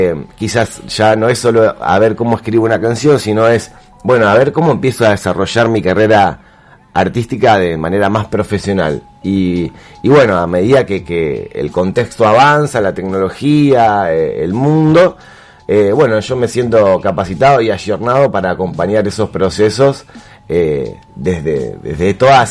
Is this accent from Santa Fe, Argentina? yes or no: yes; Santa Fe, Argentina; como argentinos y como santafesinos.